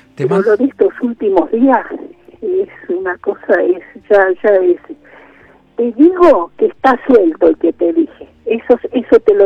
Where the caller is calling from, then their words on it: Bernal, Buenos Aires Province, Argentina; soy de Bernal.